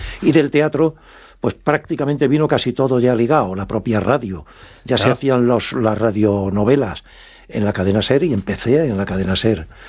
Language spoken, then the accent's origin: Spanish; Extremadura, Spain; Los extremeños hablamos con un acento como tienen los andaluces o como tienen los asturianos o como tienen los gallegos.